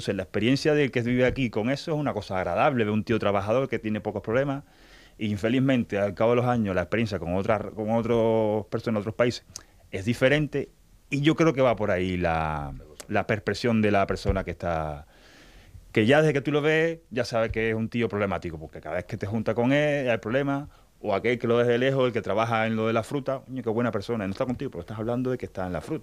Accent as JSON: {"language": "Spanish", "country": "Cuba", "moved": "as an adult", "lives_now": "Spain", "said": "Porque es que, tristemente, mi país es que ya no puede ir a peor."}